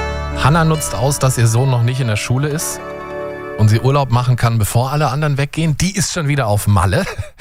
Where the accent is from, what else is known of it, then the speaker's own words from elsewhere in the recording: Möckmühl, Baden-Württemberg, Germany; Ich bin auf jeden Fall in McMühl im Kreis Heilbronn aufgewachsen.